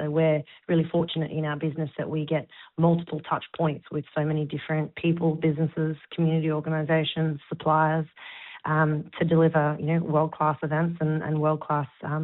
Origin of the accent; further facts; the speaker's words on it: Darwin, Northern Territory, Australia; I'm very proudly born and bred in Darwin.